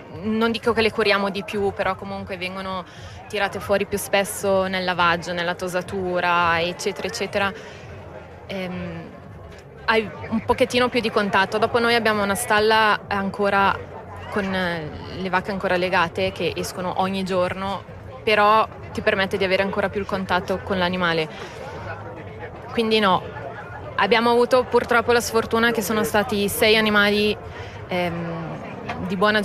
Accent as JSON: {"language": "Italian", "town": "Olivone", "region": "Ticino", "country": "Switzerland", "tie": "born or raised there", "said": "No, non sono nata da una famiglia contadina, sono comunque nata e cresciuta ad Olivone, quindi fa comunque parte del paese"}